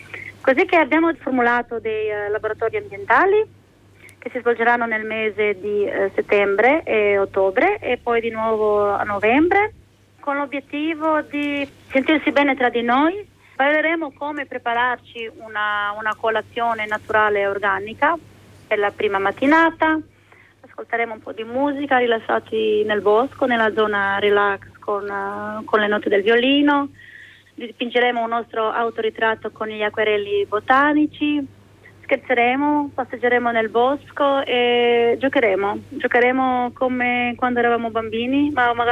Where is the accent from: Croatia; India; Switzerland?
Croatia; Brtonigla, Istria County; born there; also born or lived in Villanova (Nova Vas), Istria; Sono nata qua, sono nata a Verteneglia, poi sono venuta a vivere a Villanova, dove vivevano prima mia mamma e i miei nonni.